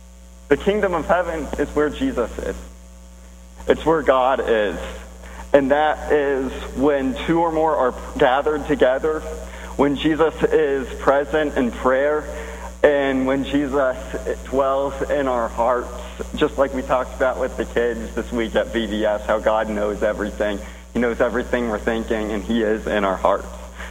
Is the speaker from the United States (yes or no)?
yes; Plano, Texas, United States; I come from Plano, Texas, which is a suburb of Dallas. So, you know, it's basically the same as around here